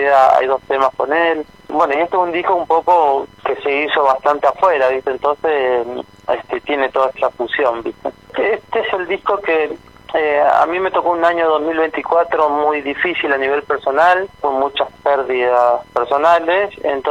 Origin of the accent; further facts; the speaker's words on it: Elisa, Santa Fe, Argentina; now in Buenos Aires, Argentina; Soy de Elisa, pero vivo en Buenos Aires.